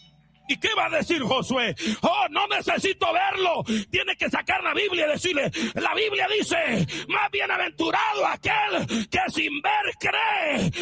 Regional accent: El Salvador; moved away; allá en mi país, El Salvador

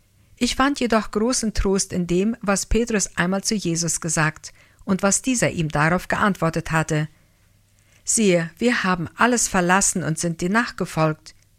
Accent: Pakistan; moved away; Eines Tages werde ich, so Gott will, nach Pakistan zurückkehren. Ich liebe meine Heimat

